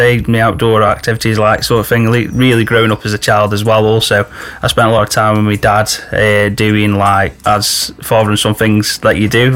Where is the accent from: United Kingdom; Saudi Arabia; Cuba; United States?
United Kingdom; Stoke-on-Trent, West Midlands; So I was born in the Stoke-on-Trent area. Mm-hmm. I was brought up locally in a local primary school. I moved from the local area where I lived at the time when I was very young and moved to somewhere else within the Stoke-on-Trent area.